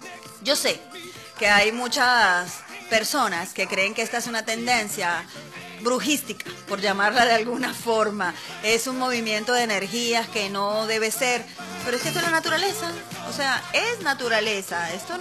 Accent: Puerto Píritu, Anzoátegui, Venezuela; mi pueblo ha salido adelante, gracias a Dios.

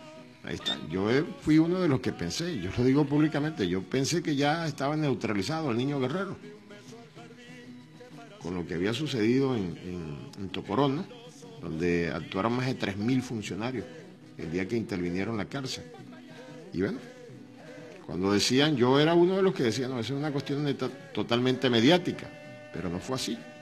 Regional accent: Venezuela

